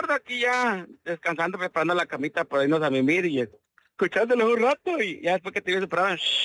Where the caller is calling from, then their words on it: Monterrey, Nuevo León, Mexico; Yo aquí vivo en Monterrey